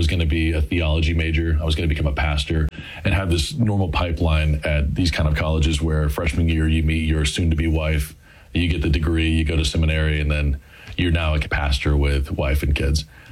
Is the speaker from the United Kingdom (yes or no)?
no; Douglasville, Georgia, United States; born or raised there